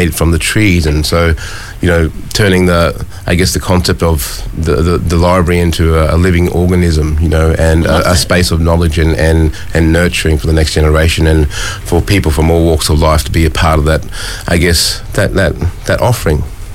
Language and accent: English; Mount Isa, Queensland, Australia; moved away; growing up on Kalkadunga country in far northwestern Queensland